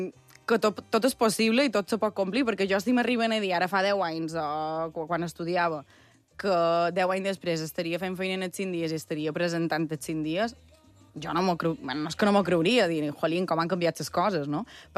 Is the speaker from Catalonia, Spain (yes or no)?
no; Sencelles, Balearic Islands, Spain; born or raised there; now in Palma, Spain